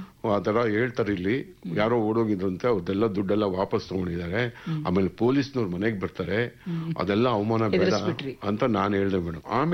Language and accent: Kannada; Bengaluru, Karnataka, India; first language Kannada; Sir ನಾನು Bengaluru Karnataka sir.